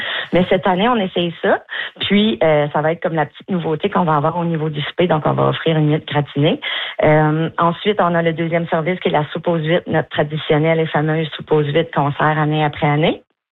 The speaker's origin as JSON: {"language": "French", "town": "Maisonnette", "region": "New Brunswick", "country": "Canada", "tie": "born there", "said": "Définitivement, c'est ma région, Maisonnette. Je suis née à Maisonnette. J'ai Maisonnette dans le cœur."}